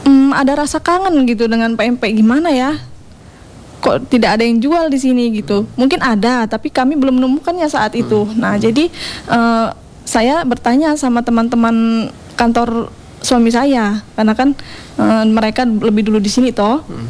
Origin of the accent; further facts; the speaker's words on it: Lampung, Indonesia; moved away as an adult; now in Ende, Indonesia; Saya asli dari Lampung, okay, dari Sumatera.